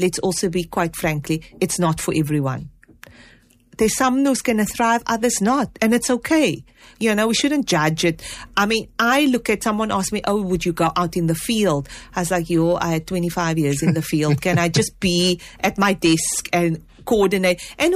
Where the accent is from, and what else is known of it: South Africa